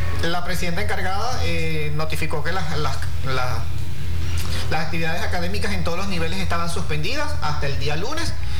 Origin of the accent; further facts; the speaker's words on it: Venezuela; como venezolanos, ¿cómo voy a estar festejando por más kilómetros que tengamos de distancia?